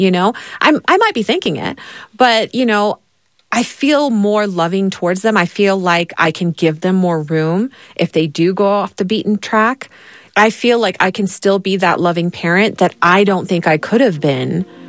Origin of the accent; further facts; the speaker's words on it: Texas, United States; as I was growing up in Texas